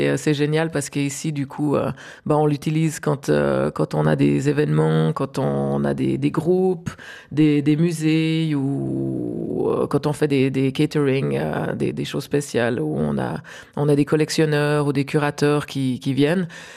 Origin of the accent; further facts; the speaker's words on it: Grancy, Vaud, Switzerland; moved away; moi, j'ai grandi au pied du Jura, comme vous l'avez mentionné, dans un petit village qui s'appelle Grancy, où à l'époque, il y avait 300 et quelques habitants. Maintenant, il y en a quelques-uns de plus, mais pas énormément.